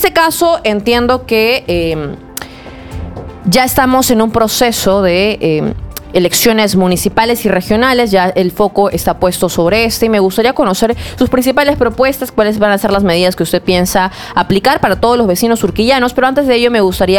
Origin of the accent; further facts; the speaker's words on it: Peru; todos somos peruanos.